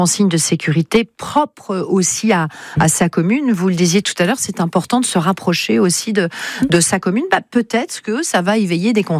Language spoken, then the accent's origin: French; Auvergne-Rhône-Alpes, France; chez nous en France, et notamment ici, sur nos terres savoyardes et hauts-savoyardes?